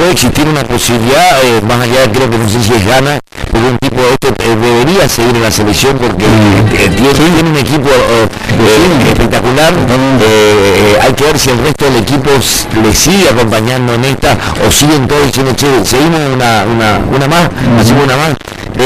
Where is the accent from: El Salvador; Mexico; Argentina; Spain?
Argentina; Aparte nosotros somos argentinos, que queremos ganar.